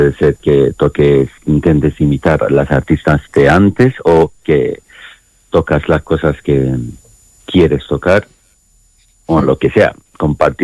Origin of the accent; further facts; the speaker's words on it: Iran; Irán es como doble de España de grande, 90 millones de habitantes, muchas etnias, yo soy turco de Irán